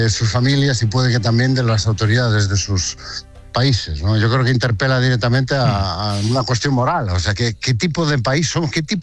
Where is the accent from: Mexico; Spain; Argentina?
Spain; qué tipo de país es España y qué tipos de europeos somos los españoles y las españolas, ¿no?